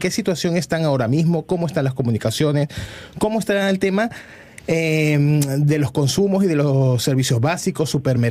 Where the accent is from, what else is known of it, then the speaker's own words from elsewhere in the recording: Caracas, Capital District, Venezuela; Yo soy de Caracas y sé La Guaira.